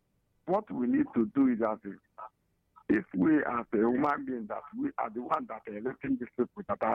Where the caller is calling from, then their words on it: Amechi, Enugu State, Nigeria; I'm calling from Amechio.